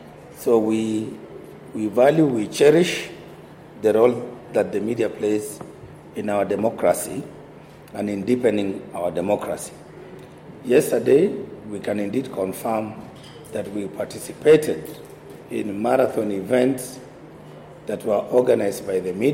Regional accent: Kenya; Kwa hivyo we are here kama sisi ni wa Kenya.

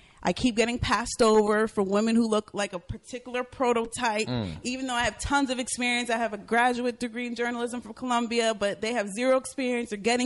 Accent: Jamaica; now in United States; Because speaking of being Jamaican, I work a whole 9-to-5 in education.

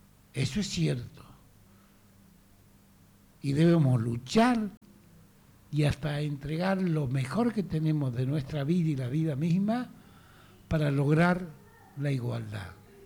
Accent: Argentina; nuestro pueblo, el pueblo argentino

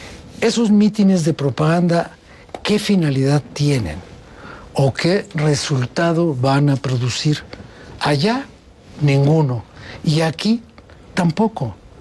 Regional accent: Mexico; bueno, como mexicano, obviamente que me emocionó hasta casi las lágrimas

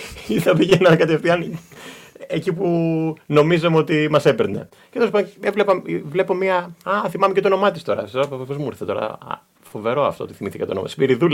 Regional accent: Distomo, Central Greece, Greece; Εμείς οι διστομίτες

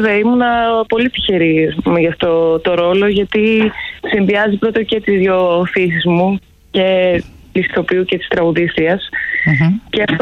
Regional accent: Thessaloniki, Central Macedonia, Greece; moved away as an adult; now in Athens, Greece; Εγώ όχι, μεγάλωσα, γεννήθηκα στη Θεσσαλονίκη.

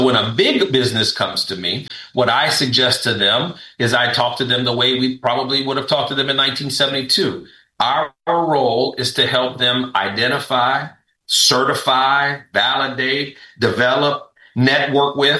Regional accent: Lafayette, Louisiana, United States; also born or lived in Houston, Texas; And so I was born in Houston. And I think it was very short after my mom realized she needed some help. And so they moved back to Lafayette, Louisiana, where she was born and raised.

